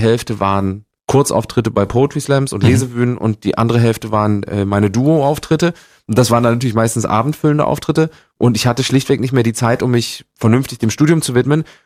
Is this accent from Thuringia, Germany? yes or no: yes; Gera, Thuringia, Germany